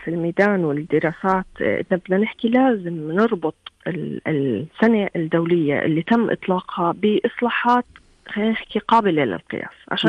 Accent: Jordan; عندنا في الأردن

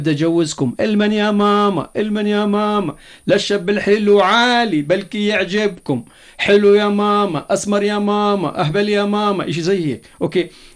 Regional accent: Jordan; عندنا بالأردن

